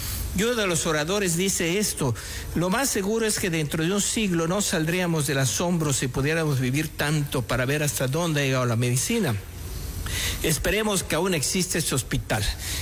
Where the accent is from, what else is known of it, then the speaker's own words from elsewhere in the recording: Mexico; así somos como mexicanos.